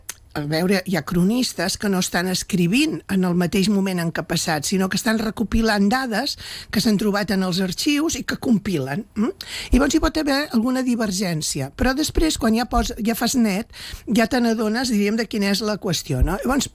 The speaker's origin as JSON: {"language": "Catalan", "town": "Prades", "region": "Catalonia", "country": "Spain", "also_born_or_lived": "Barcelona / Vilallonga", "said": "jo sóc de Prades, eh? Jo la meva segona... Jo em divideixo entre Barcelona"}